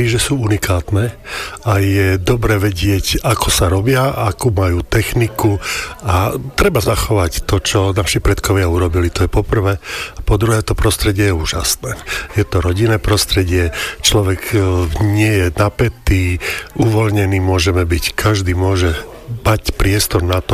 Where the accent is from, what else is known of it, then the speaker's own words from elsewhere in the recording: Košice, Košice Region, Slovakia; som z Košíc.